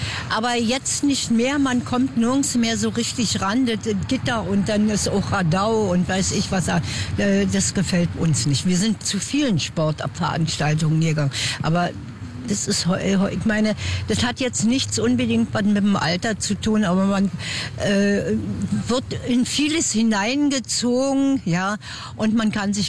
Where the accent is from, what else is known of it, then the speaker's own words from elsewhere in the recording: Berlin, Germany; ich bin eigentlich in Charlottenburg aufgewachsen.